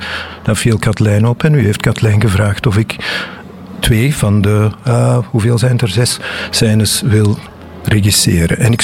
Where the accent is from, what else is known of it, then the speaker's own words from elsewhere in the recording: Antwerp, Flanders, Belgium; Nee, ik weet heel weinig van de zeeën van Oostende. Ik ben echt van Antwerpen, ja.